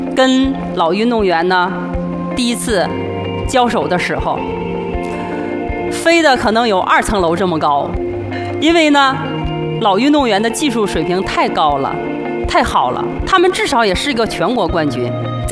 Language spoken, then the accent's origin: Chinese; Fuxin, Liaoning, China; 我的家乡呢是在辽宁省阜新蒙古族自治县的一个小山村。从小呢，我跟其他小伙伴们一样，从田间地头玩耍，在追逐打闹当中成长。